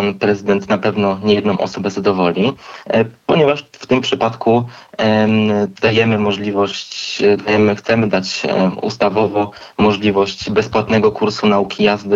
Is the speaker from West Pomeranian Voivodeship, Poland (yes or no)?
yes; Kołobrzeg County, West Pomeranian Voivodeship, Poland; Sam pochodzę z powiatu kołobrzeskiego.